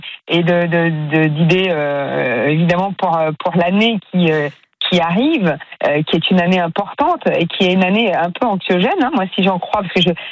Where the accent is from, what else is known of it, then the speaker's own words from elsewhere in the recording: Toulon, Provence-Alpes-Côte d'Azur, France; Moi je viens de Toulon, vous voyez, donc je suis aussi une provinciale indécrottable